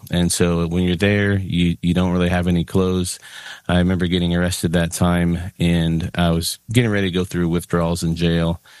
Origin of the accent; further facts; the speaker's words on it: Illinois, United States; No, I grew up in the Chicago suburbs